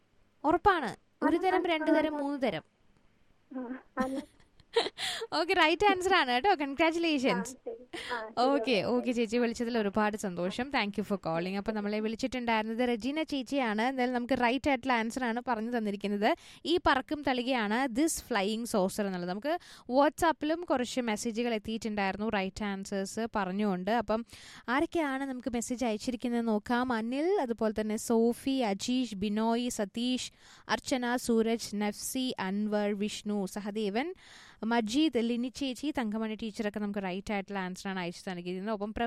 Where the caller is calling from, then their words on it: Kundara, Kerala, India; കുണ്ടറയിന്നാണ് വിളിക്കുന്നത്.